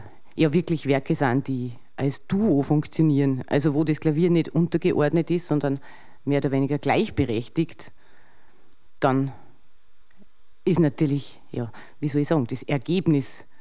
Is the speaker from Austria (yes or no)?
yes; Bad Goisern, Upper Austria, Austria; ich stamme aus Bad Gäusern und bin Pianistin und habe in Salzburg studiert